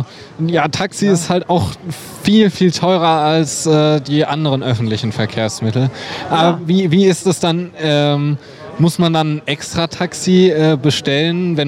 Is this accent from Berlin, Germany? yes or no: no; Bensheim, Hesse, Germany; ich komme ja nicht aus Darmstadt, ich komme aus Bensheim